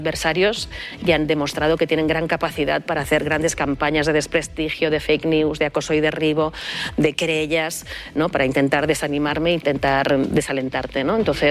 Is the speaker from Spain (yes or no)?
yes; Catalonia, Spain; Quiero decir que a mí, personalmente, como catalana, no me sorprende que Junts esté cerca de la patronal inmobiliaria.